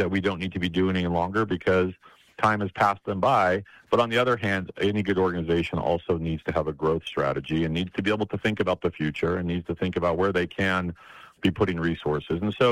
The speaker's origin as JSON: {"language": "English", "town": "Rock Springs", "region": "Wyoming", "country": "United States", "tie": "born or raised there", "said": "Yeah, I'm originally from Rock Springs, so I know the western side of the state and love it. And I grew up in Rock Springs, graduated from Rock Springs High School in 1992"}